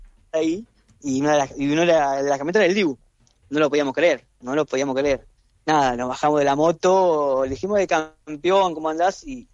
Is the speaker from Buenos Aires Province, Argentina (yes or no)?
yes; Mar del Plata, Buenos Aires Province, Argentina; De Mar del Plata.